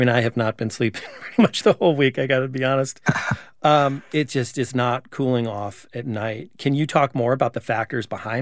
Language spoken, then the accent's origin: English; Midwest, United States; moved away; I'm from the Midwest. I'm used to mosquitoes, but not so much here.